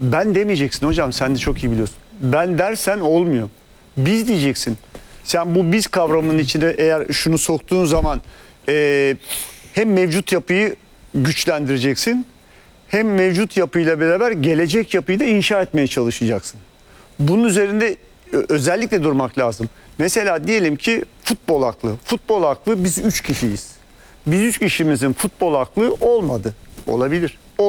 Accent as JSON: {"language": "Turkish", "town": "Kadıköy", "region": "Istanbul", "country": "Turkey", "said": "Yani bir asıra yaslanan bir aidiyet duygum var. İyi bir Kadıköy'lüyüm, iyi bir Fenerbahçeliyim."}